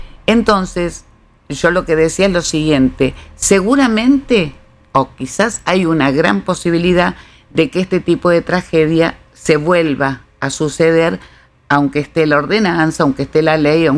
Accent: Tigre, Buenos Aires Province, Argentina; Lo que pasa es que yo vengo de la ciudad de Tigre, en Buenos Aires, y ahí tuvimos el ejemplo de un gran vecinalista que fue Ricardo Vieto, ¿no?

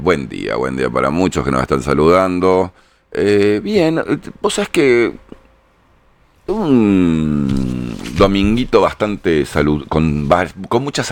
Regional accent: Alta Gracia, Córdoba, Argentina; Nosotros somos una ciudad de cabecera de departamento en Altagracia, muy cerquita de Córdoba, somos una extensión de Córdoba capital prácticamente.

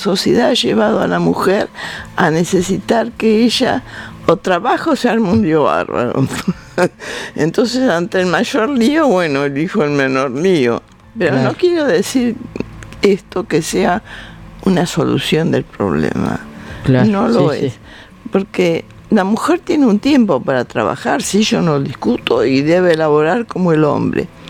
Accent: Argentina; ¿Por qué soy argentino?

